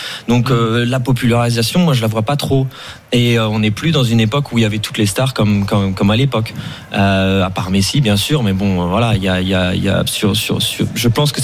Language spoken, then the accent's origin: French; Strasbourg, Grand Est, France; moved away as an adult; now in New York, United States; vu que j'habite à Strasbourg, je suis originaire de Strasbourg.